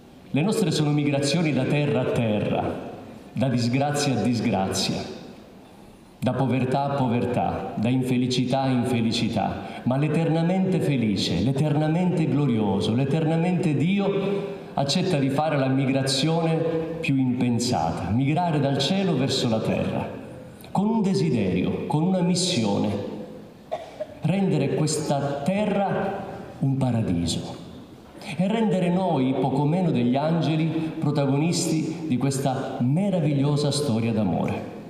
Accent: Sicily, Italy; Sono siciliano

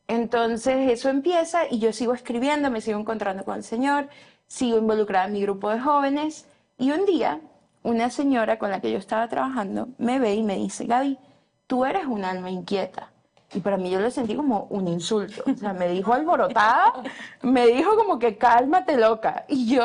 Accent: Venezuela; now in United States

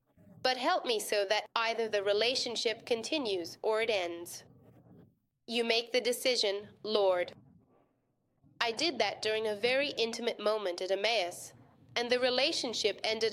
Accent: Venezuela; now in Miami, United States; that community that made me so happy in Venezuela and that I hadn't been able to find here.

